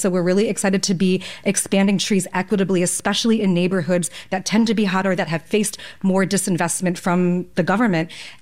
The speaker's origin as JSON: {"language": "English", "region": "New York", "country": "United States", "said": "as a New Yorker"}